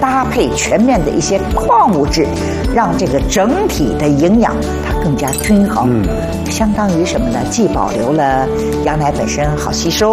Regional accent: Shanghai, China; accent: Shanghainese; 我们上海话叫咖喱粥

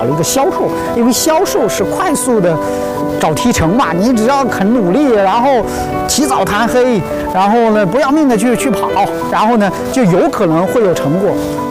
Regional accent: Hunan, China; 可能因为也是我是湖南人的原因吧

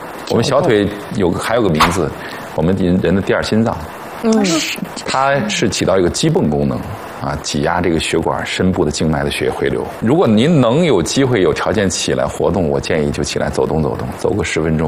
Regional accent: China; 我们中国人

